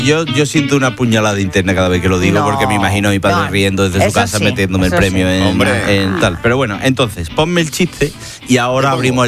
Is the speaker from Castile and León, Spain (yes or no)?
no; Seville, Andalusia, Spain; Sabéis que, evidentemente, soy de Sevilla.